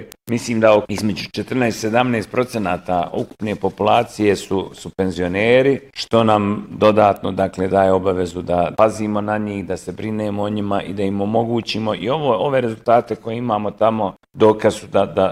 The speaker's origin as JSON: {"language": "Bosnian", "town": "Sarajevo", "region": "Federation of Bosnia and Herzegovina", "country": "Bosnia & Herzegovina", "tie": "born or raised there", "said": "Opština Centar je opština gdje sam se ja rodio i gdje živim cijeli život, odnosno najveći dio života, rođen sam na Grbavici"}